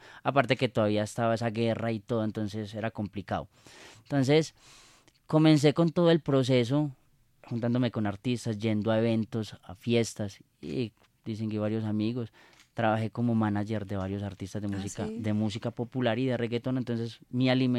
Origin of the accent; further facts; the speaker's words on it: Betulia, Antioquia, Colombia; born there; also born or lived in Medellín; now in Bello, Colombia; soy de Medellín. Llegué muy niño a Betulia, a Medellín. Soy de Betulia, suroeste antioqueño. Y emigré a la ciudad de Medellín por violencia de mi pueblo. Estaban los dos pueblos, Urrao, Betulia y Concordia en los conflictos armados. Entonces, obviamente, nos tocó salir del pueblo. Pero llegamos a Medellín.